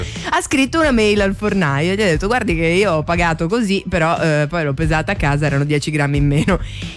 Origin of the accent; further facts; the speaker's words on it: Liguria, Italy; Sono ligure.